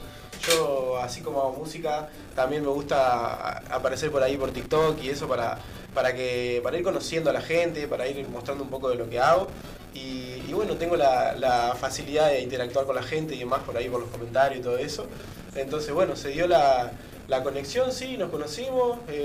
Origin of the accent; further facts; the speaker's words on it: Montevideo, Uruguay; born there; Yo también nací en Montevideo.